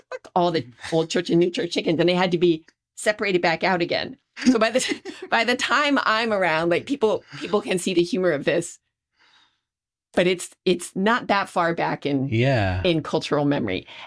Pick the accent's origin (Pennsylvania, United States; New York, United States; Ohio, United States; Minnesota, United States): Pennsylvania, United States; Bryn Athyn; born there